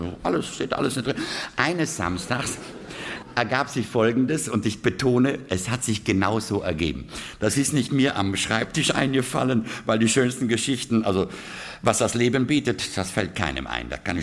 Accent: Trentino-Alto Adige, Italy; now in Germany; Da sage ich, entschuldigen Sie, ich bin kein Bayer, ich komme aus Südtirol.

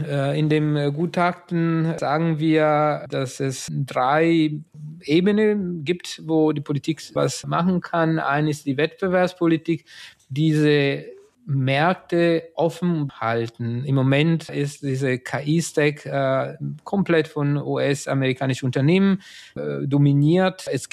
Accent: Italy; Also als Italiener habe ich immer gedacht, dass die Deutsche technikaffin sind

